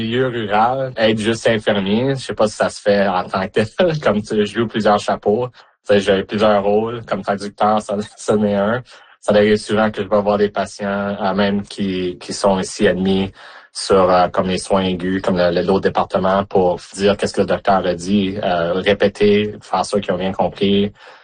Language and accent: French; Mont-Laurier, Quebec, Canada; now in Alberta, Canada; Originalement, je viens du Québec, de Mont-Laurier. Puis, on a déménagé, moi et ma famille, en 2006. Puis, ça va faire, ça bientôt 20 ans que je suis en Alberta.